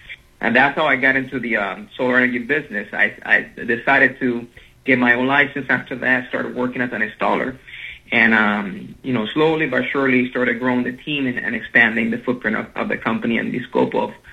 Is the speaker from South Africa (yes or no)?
no; Colombia; also born or lived in North Carolina / Miami; now in United States; So I went to a British Catholic school in Colombia, where I learned English, very early on. And then when I moved to the U.S., I went to a Christian school here in North Carolina for a little bit, then moved to Miami.